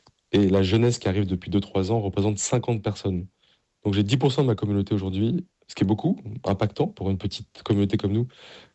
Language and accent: French; Paris, Île-de-France, France; Alors moi, je viens d'une famille du Sud-Ouest et même si j'ai grandi à Paris, mais j'ai beaucoup de cousins dans le sud-ouest